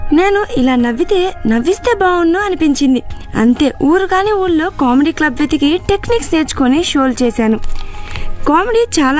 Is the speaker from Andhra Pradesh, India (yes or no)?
no; Hyderabad, Telangana, India; moved away as an adult; now in United States; నేను పుట్టి పెరిగింది హైదరాబాద్లోనే.